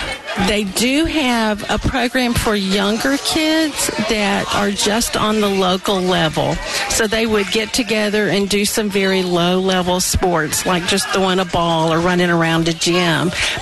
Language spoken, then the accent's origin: English; Augusta, United States; I'm actually from Augusta